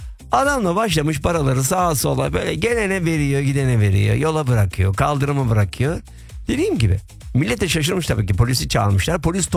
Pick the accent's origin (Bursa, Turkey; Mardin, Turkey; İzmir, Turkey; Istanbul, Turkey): İzmir, Turkey; Izmir; also born or lived in Ankara; now in Berlin, Germany; Babam Nevşehirli, annem Tokatlı. Ben Ankara'da doğdum. İzmir'de büyüdüm. Büyümeye çalıştım yani. 1.73'te kaldım. Ve Berlin'de yaşıyorum.